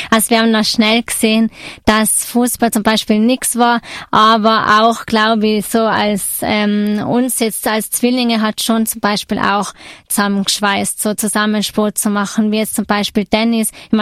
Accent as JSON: {"language": "German", "town": "Zams", "region": "Tyrol", "country": "Austria", "tie": "born or raised there", "also_born_or_lived": "Innsbruck", "said": "Ja, aufgewachsen sind wir dann in dem Ort, in dem wir ursprünglich dann eigentlich geboren werden wollten, also in Zams"}